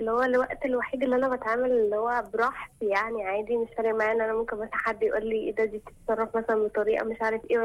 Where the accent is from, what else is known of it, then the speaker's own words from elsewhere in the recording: Alexandria, Alexandria Governorate, Egypt; وانا من اسكندريه